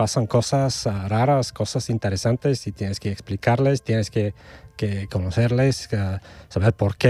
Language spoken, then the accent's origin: Spanish; Sandanski, Blagoevgrad Province, Bulgaria; Spanish is a second language; moved away as an adult; now in Spain; en mi ciudad natal, en Bulgaria, Sandanski, que está al suroeste.